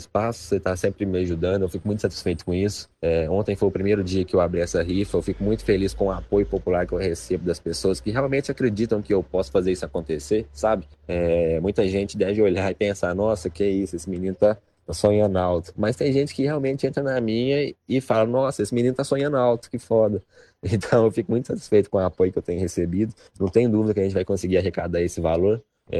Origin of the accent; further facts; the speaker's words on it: Pitangui, Minas Gerais, Brazil; Pitangui é um roteiro imprescindível de estar presente. Então, a minha tese é sempre essa, sempre impulsionar o lugar de onde eu vim, de onde eu cresci.